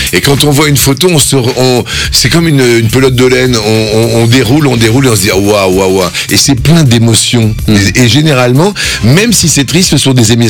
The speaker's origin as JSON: {"language": "French", "region": "South-West France", "country": "France", "said": "comme on dit chez nous dans le Sud-Ouest"}